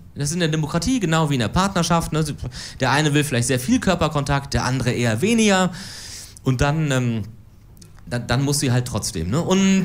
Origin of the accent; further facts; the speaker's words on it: Cologne, North Rhine-Westphalia, Germany; ich als Kölner zwar irgendwann in Köln leben werde